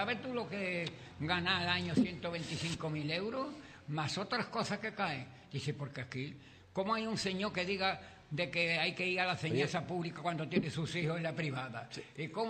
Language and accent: Spanish; Andalusia, Spain; yo me siento muy andaluz, muy, muy, y muy orgulloso de ser andaluz.